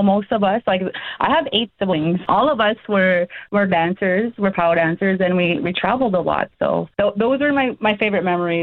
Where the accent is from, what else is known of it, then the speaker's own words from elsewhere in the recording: Frog Lake, Alberta, Canada; So how you say Frog Lake in Cree, how we say it out there, is Aiksegegan. I grew up in Frog Lake. My favorite memories of growing up there were the summers.